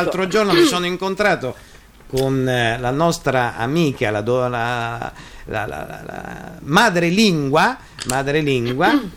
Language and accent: Italian; Giulianova, Abruzzo, Italy; accent: Giulianova dialect